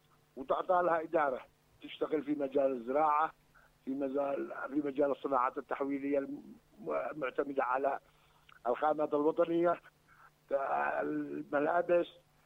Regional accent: Yemen

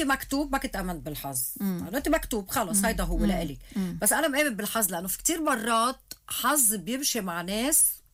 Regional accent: Lebanon; لما بفكروا انه بنات عندنا بلبنان الممثلات بيطلعوا بيحكوا حكي وشكلهم بس حلو، لا مش كلهم هيك.

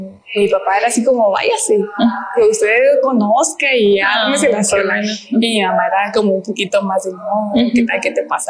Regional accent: Cuauhtémoc, Chihuahua, Mexico; yo soy originaria aquí de Cuauhtémoc, de Cuauhtémoc, Chihuahua.

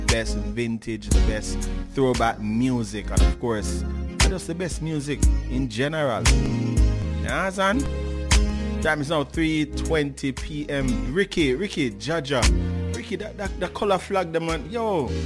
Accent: Jamaica; You know, as a Jamaican, we only expect to see two flags.

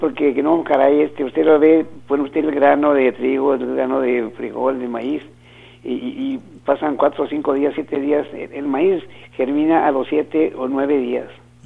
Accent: San Marcos, Durango, Mexico; born there; Yo nací en Durango, en San Marcos, Durango.

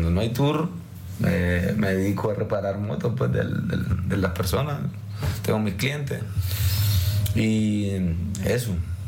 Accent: Nicaragua

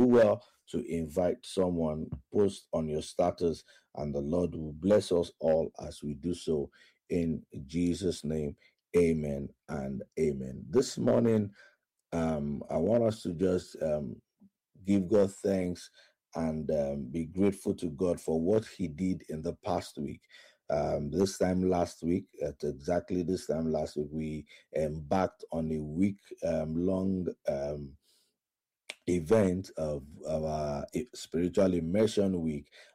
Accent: Osogbo, Osun, Nigeria; now in Abuja, Nigeria; Ray Power 95.1 in Oshobo, that's my hometown.

